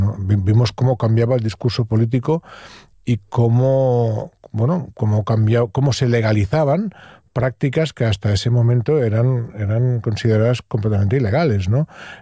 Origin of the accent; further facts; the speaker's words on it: Catalonia, Spain; Incluso yo había visto en mi tierra, en Cataluña, grandes pancartas con Volem acollir